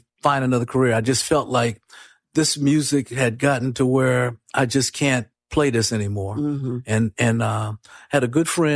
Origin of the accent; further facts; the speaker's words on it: South Carolina, United States; and we're both from South Carolina, so we have something in common.